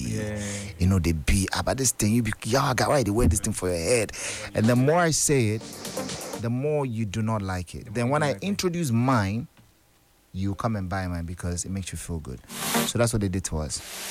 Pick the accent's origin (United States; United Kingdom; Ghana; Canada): Ghana; Volta; When the new type of oils came to Ghana, because I come from the Volta region, you can do Yevunomi.